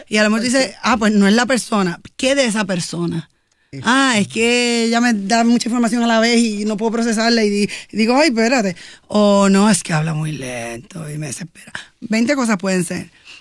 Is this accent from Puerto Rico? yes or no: yes; Puerto Rico; Y somos boricuas